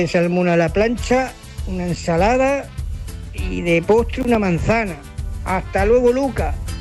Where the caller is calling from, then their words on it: Santa Cruz de Mudela, Castilla-La Mancha, Spain; de Santa Cruz de Mudela.